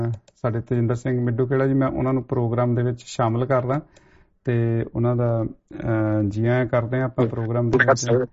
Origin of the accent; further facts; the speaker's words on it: Woolgoolga, New South Wales, Australia; ਮੈਂ ਵਲਗੁਲਗੇ ਤੋਂ ਹਾਂ ਜੀ, ਇੱਥੇ ਆਸਟ੍ਰੇਲੀਆ ਦਾ ਪਹਿਲਾ ਪਿੰਡ